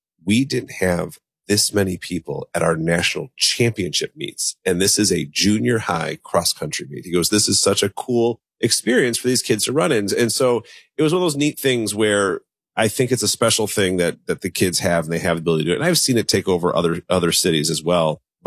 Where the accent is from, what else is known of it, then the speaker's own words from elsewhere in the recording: Elmhurst, Illinois, United States; the high school I went to, York, had a world famous cross country coach.